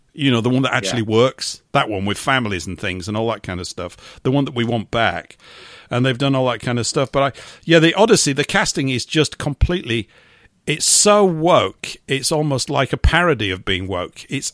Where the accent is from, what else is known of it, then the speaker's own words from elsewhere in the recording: England, United Kingdom; I'm English, mate. You know, I'm not British.